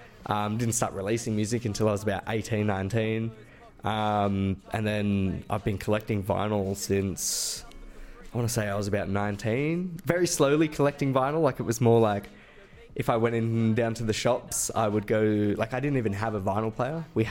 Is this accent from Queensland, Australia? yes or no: no; Sydney, New South Wales, Australia; now in Blue Mountains, Australia; Well, I mean, I grew up in Sydney. So I spent the first 13 years of my life in Bondi. Being a little skate rat down in Bondi.